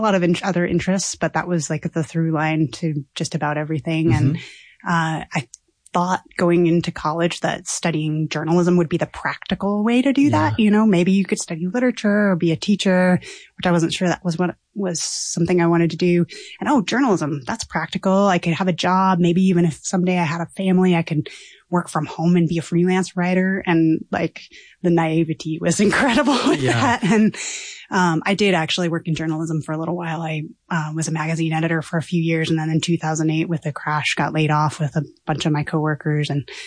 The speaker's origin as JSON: {"language": "English", "region": "Colorado", "country": "United States", "said": "I hail from Colorado originally."}